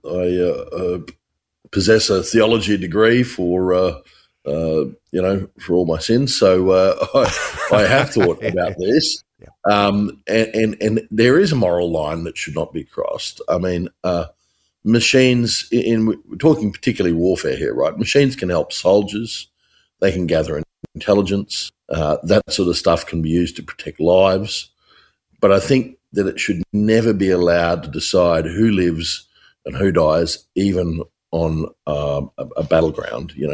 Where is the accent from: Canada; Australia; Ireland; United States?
Australia; as an Australian